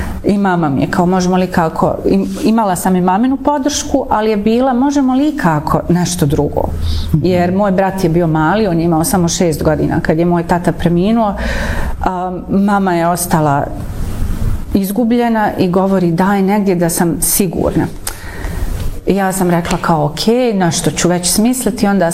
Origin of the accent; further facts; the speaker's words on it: Sarajevo, Federation of Bosnia and Herzegovina, Bosnia & Herzegovina; born there; kao rođena Sarajka, nisam znala gdje je Akademija scenskih umjetnosti.